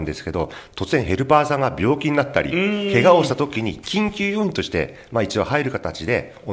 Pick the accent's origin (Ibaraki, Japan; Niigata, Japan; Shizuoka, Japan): Niigata, Japan; Tokamachi; moved away as an adult; also born or lived in Nishikawaguchi/Toda, Saitama; now in Koshigaya, Japan; はい、私は新潟県十日町市出身で、